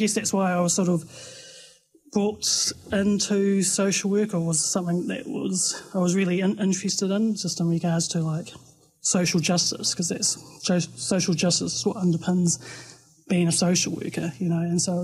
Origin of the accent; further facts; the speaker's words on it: Wellington, New Zealand; now in Dunedin, New Zealand; But I said nō pōneki aho, so I was born and raised in Wellington. But yeah, I've been in Otipoti for, I'll be over 9 years now.